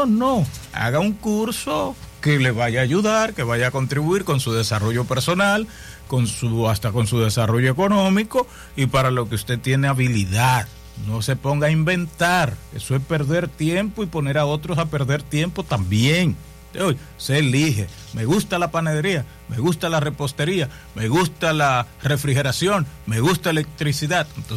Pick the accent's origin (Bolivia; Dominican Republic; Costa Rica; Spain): Dominican Republic